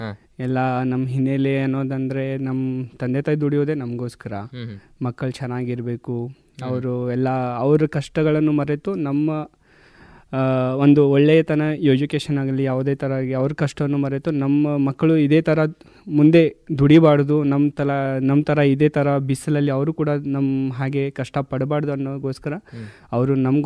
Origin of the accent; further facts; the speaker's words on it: Narasalagi, Karnataka, India; moved away as an adult; also born or lived in Bagalkot; now in Vijayapura, India; ನನ್ನ ಶಿಕ್ಷಣ ಮುಗಿದಿರೋದು ಇಲ್ಲೇ ನಮ್ಮ ಊರಲ್ಲಿ ನರ್ಸಲ್ಗಿ ಗ್ರಾಮದಲ್ಲಿ. ಪ್ರಾಥಮಿಕ ಮತ್ತು ಪ್ರೌಢ ಶಿಕ್ಷಣ ಮುಗಿದಿದೆ ಅಲ್ಲಿ.